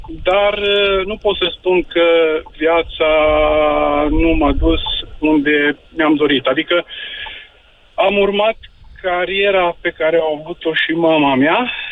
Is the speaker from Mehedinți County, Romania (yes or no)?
no; Timișoara, Timiș County, Romania; Chiar merg la întâlnirea de 35 de ani de când am terminat liceu. Sunt în de la Timișoara.